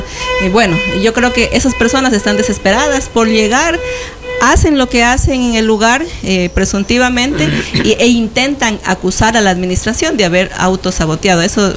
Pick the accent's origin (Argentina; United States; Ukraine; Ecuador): Ecuador; Zamora-Chinchipe; Somos una sola provincia, somos amazónicos, ecuatorianos